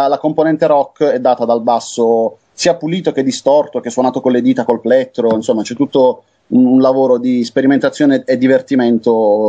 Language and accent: Italian; Apulia, Italy; noi abbiamo iniziato a suonare in Puglia, siamo cresciuti in Puglia anche musicalmente